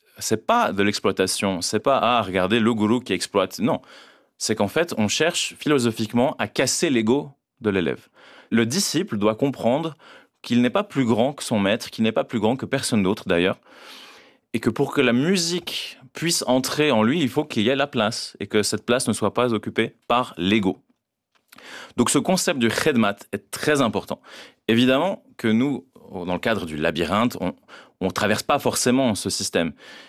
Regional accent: Switzerland; born there; quand moi je suis né en Suisse

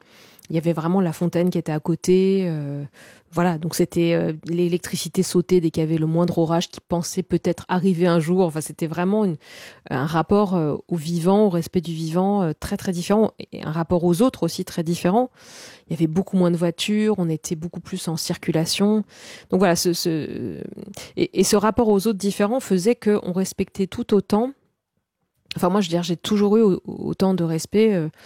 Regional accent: Bastia, Corsica, France; also born or lived in Castagniccia; moi, je suis née à Bastia et j'ai passé pas mal de temps aussi en Castagniccia. Donc, c'est en moyenne montagne.

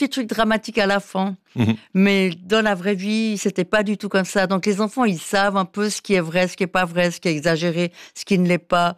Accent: Valais, Switzerland; now in Lausanne, Switzerland; quand on vient du Valais, on connaît une personne, on dit bonjour.

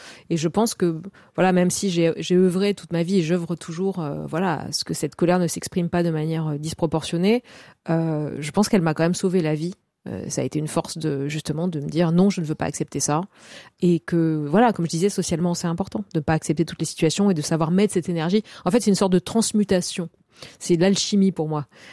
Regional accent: Corsica, France; moved away as an adult; quand je suis partie de la Corse à 18 ans

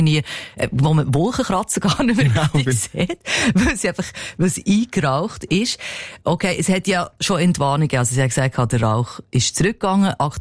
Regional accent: Switzerland; Aber da können wir ja jetzt eben noch ein Liedchen davon singen bei uns in der Schweiz.

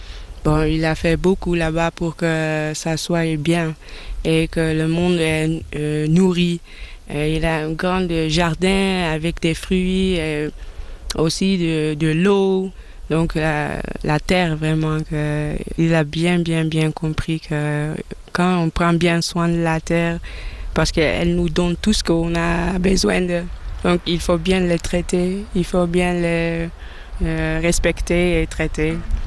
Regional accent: Amsterdam, North Holland, Netherlands; French is a second language; J'ai grandi à Amsterdam, en Hollande.

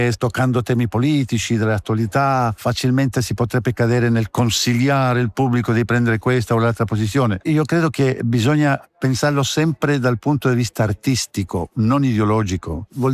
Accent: Chile; Italian is a second language; moved away; Ciò che io ho vissuto come cileno, come rifugiato, come simpatizzante del governo d'agende

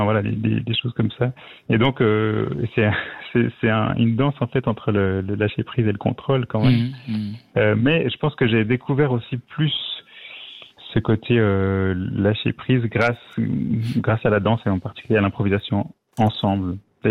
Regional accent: Lausanne, Vaud, Switzerland; now in Vevey, Switzerland; je suis né à Lausanne, j'ai passé, voilà, maintenant j'habite à Vevey, mais j'ai habité 20 ans là-bas.

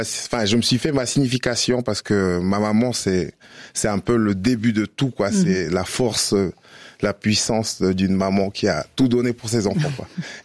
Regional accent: New Caledonia; Alors moi, je viens de la Nouvelle-Calédonie, c'est dans le Pacifique, c'est à côté de l'Australie, et je fais partie du peuple mélanésien.

